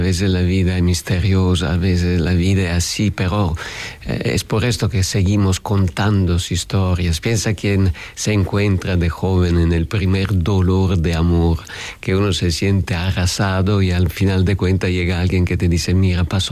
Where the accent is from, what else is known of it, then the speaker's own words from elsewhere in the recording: Italy; Spanish is a second language; moved away as an adult; also born or lived in India; Nosotros mediterráneos, en Italia nosotros tenemos una forma de cocinar muy sencilla